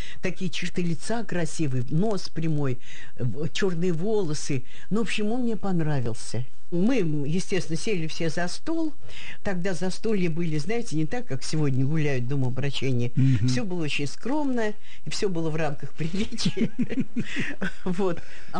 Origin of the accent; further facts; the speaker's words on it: Vnukovo, Moscow, Russia; потому что я росла в лесу, во Внуково. Я там, знаете, знала каждую травинку. Я убегала все время в лес.